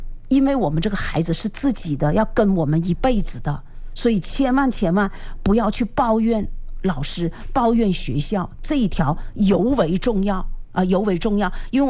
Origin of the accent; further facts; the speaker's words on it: China; 就是我们中国人有句话，就是凡事好商量